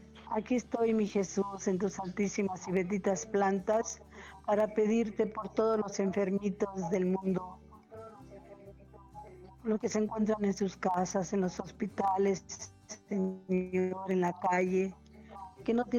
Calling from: Michoacán, Mexico; de Michoacán.

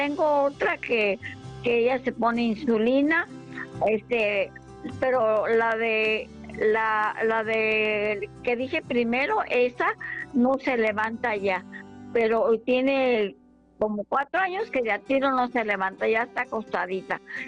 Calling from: Morelia, Michoacán, Mexico; De aquí, de Morelia, Michoacán.

